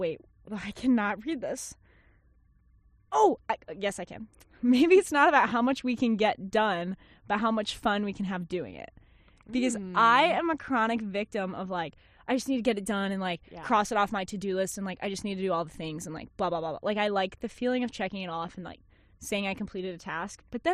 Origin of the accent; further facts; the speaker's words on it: Liberty, Missouri, United States; born there; also born or lived in Iowa; Born and raised in Iowa. Moved to Missouri.